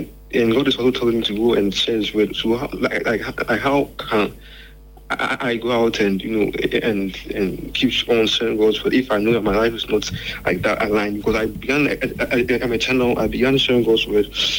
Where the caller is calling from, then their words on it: Enyinam, Ghana; Okay, I'm calling from Enyinam.